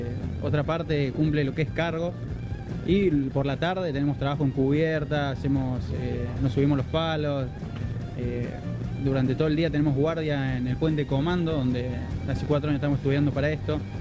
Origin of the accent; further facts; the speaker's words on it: Córdoba, Argentina; soy de Córdoba, capital, el barrio de Ciudad de Mis Sueños, está cerca de Toledo. Tengo 23 años